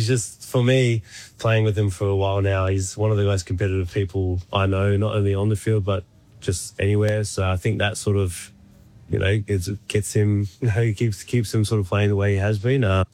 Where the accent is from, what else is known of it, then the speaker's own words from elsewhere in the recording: New Zealand; I grew up obviously in New Zealand